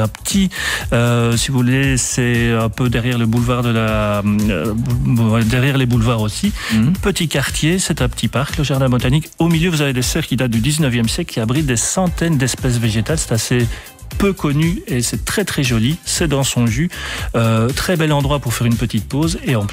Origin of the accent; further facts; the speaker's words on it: Liège, Wallonia, Belgium; moi je suis liégeois